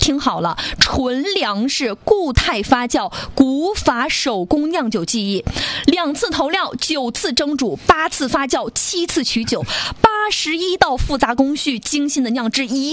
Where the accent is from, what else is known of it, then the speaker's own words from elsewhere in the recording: Northeast China, China; 咱们都知道我们东北人喜欢泡这个药酒，对吧？